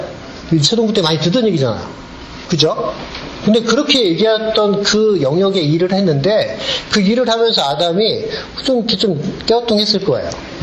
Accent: South Korea; 그래서 제가 한국 사람이니까 그게 느껴져요.

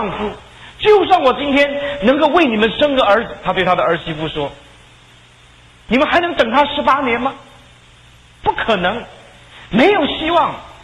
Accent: China; 今天有一些弟兄姐妹在这个世界上，不单是我们中国人，还有很多的弟兄姐妹

